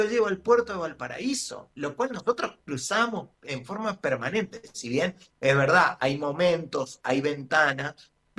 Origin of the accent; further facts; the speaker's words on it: Cuyo, Argentina; nosotros que somos cuyanos, para nosotros la cordillera es un ámbito súper natural, común y estamos habituados.